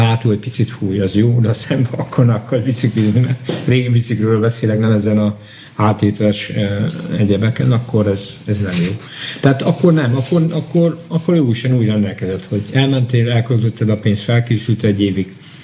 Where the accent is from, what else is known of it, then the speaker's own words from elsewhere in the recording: Hajdú-Bihar, Hungary; born there; régen én Nagyunáláson születtem, ez Bocskai harci város volt egykor